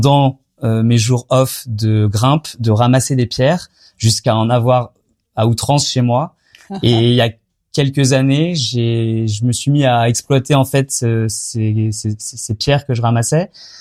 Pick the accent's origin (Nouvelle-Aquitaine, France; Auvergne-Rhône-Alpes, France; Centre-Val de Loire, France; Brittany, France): Brittany, France; Rennes; moved away as an adult; also born or lived in Amsterdam; now in Brussels, Belgium; Je me suis installé ici il y a presque 10 ans. Moi, j'ai grandi en Bretagne, pas au bord de la mer, mais à Rennes. J'ai fait mes études aux Beaux-Arts là-bas.